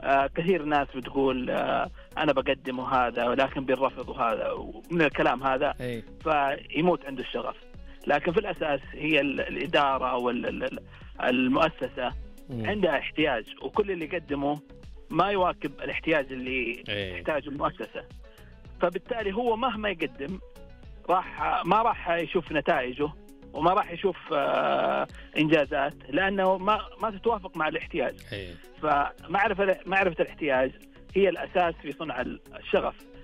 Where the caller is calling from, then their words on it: Jeddah, Makkah Province, Saudi Arabia; أنا من جدة.